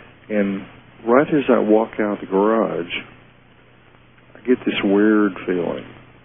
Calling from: Oklahoma, United States; I live in Tiwa, Oklahoma.

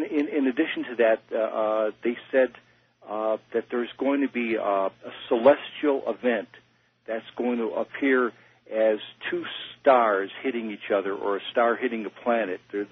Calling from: Livonia, Michigan, United States; calling from Livonia, Michigan.

